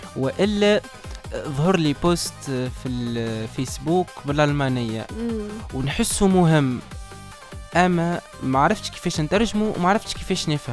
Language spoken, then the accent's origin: Arabic; Tunisia; first language Arabic; خاصه بما اننا نعيش في تونس وبما اننا في بلد عربي ومستحيل معناها تتبدل لغتنا الام